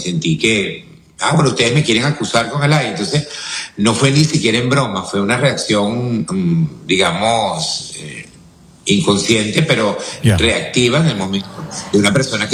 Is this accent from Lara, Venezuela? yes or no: yes; Barquisimeto, Lara, Venezuela; born there; Yo nací en Venezuela, en la ciudad de Barquisimeto, y soy venezolano de nacimiento. Y por herencia, mi padre nació en Italia hace algunos años. Nos otorgó a sus hijos la nacionalidad italiana.